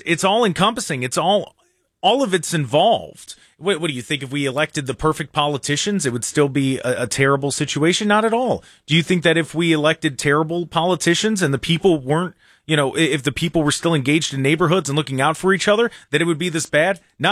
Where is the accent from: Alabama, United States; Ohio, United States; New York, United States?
Ohio, United States; Seville; when I was growing up in Seville, I lived in townhouses out there.